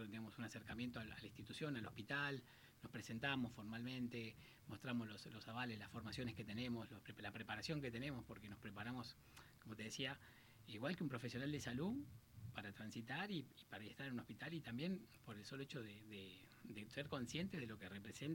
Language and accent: Spanish; San Luis, Argentina; born there; moved away; also born or lived in Buenos Aires; Yo, por ejemplo, me formé en Buenos Aires y, bueno, después me vine a vivir acá. Yo soy de San Luis, nací en San Luis.